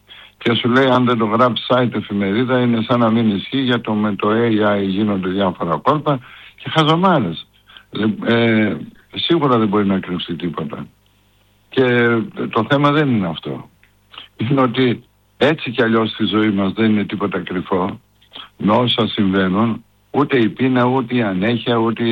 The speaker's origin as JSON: {"language": "Greek", "town": "Thessaloniki", "region": "Central Macedonia", "country": "Greece", "moved": "yes"}